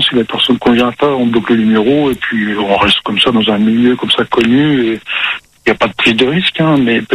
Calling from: Grand Est, France; comme je suis lorrain, vosgien d'origine

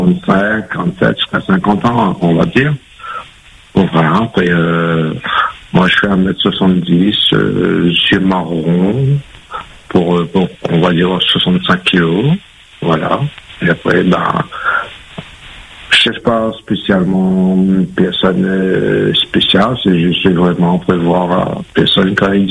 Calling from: Saint-Joseph, Réunion; J'habite sur Saint-Joseph. Après, j'ai 47 ans.

